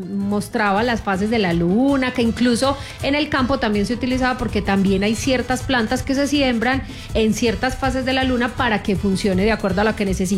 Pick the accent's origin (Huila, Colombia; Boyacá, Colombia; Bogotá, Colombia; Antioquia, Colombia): Antioquia, Colombia; Santo Domingo; born there; En mi pueblo, por ejemplo, Santo Domingo, Antioquia